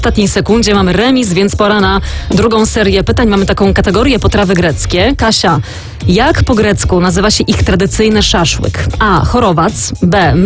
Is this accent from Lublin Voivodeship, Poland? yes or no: no; Kraków, Lesser Poland, Poland; Pozdrowienia z Nowej Huty, bo ja też z Krakowa.